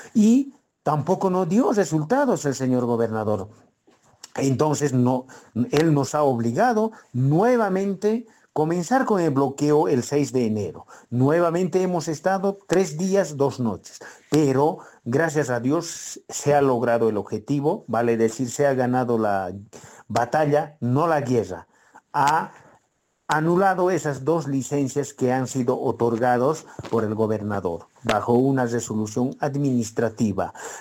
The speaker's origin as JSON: {"language": "Spanish", "region": "Chuquisaca", "country": "Bolivia", "said": "Distrito 7 está ubicado en el departamento de Chuquisaca. Bueno, los habitantes del Distrito 7, nosotros somos productores, fruticultores, apicultores, horticultores, piscicultores."}